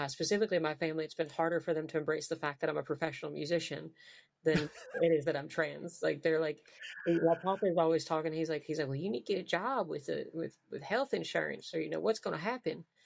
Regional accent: Virginia, United States; really embracing the fact that I'm from the Blue Ridge Mountains of southwestern Virginia.

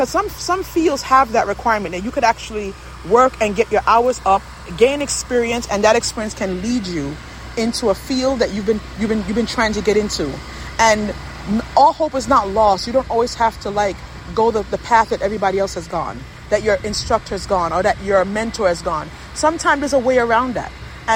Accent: Jamaica; As you guys know, being a Jamaican, we always have a hustle.

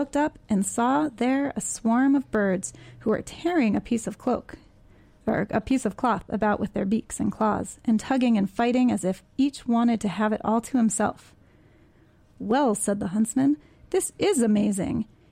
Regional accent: Hudson, New York, United States; I'm from Hudson

